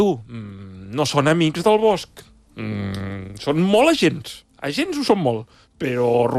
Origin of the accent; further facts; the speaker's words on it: Banyoles, Catalonia, Spain; Jo sóc de Banyoles, i a Banyoles hi ha demanda per fer vinya, i no s'autoritza terreny per fer vinya.